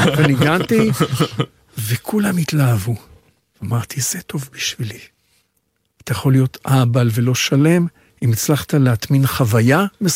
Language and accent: Hebrew; Tel Aviv, Tel Aviv District, Israel; born there